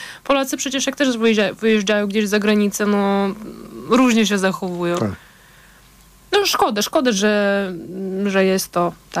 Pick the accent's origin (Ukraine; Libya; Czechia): Ukraine; Nie będę wszystkich bronić, bo jestem Ukrainką.